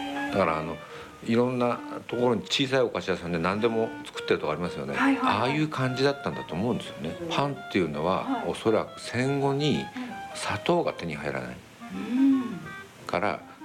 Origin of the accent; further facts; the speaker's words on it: Akita, Japan; 秋田なんですけど。